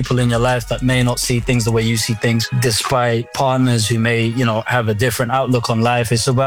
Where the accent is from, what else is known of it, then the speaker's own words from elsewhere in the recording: Punjab, India; born there; I was born in Punjab, and so I grew up around Punjabi music. I grew up around things like Bollywood